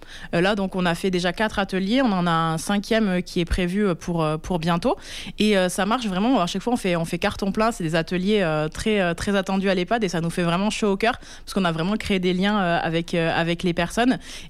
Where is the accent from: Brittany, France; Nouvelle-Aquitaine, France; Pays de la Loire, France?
Nouvelle-Aquitaine, France; now in Bordeaux, France; moi, je viens du Limousin. Et donc, dans le Limousin, bah, sans surprise, c'est l'occitan limousin.